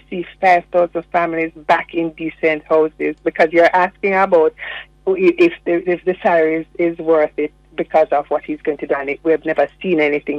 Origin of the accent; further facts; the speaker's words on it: Trelawny, Jamaica; in Trelawney, where I'm from, right?